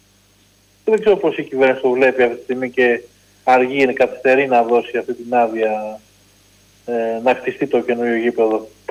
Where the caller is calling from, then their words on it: Piraeus, Attica, Greece; Καλησπέρα φίλε Νίκο … από την Πειραιά.